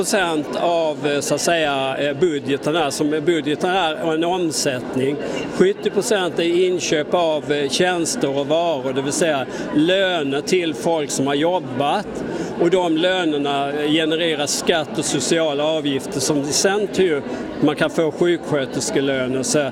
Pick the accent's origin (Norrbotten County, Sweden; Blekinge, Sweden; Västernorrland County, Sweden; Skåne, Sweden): Blekinge, Sweden; Karlskrona; jag är själv från Karlskrona, som är en väldigt vacker stad.